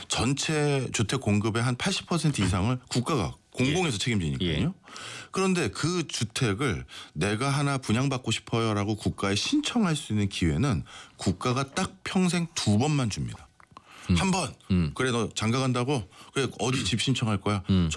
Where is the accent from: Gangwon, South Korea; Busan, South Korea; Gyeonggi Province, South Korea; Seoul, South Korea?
Seoul, South Korea; 저는 집도 서울이라서 굳이 나가서 따로 살 이유가 없잖아요. 통학하는데.